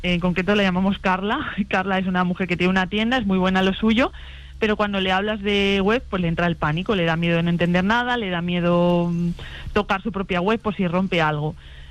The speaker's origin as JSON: {"language": "Spanish", "town": "Villanueva de los Infantes", "region": "Castilla-La Mancha", "country": "Spain", "tie": "born or raised there", "said": "decidimos irnos para La Mancha, para mi pueblo natal, que es Villanueva de los Infantes."}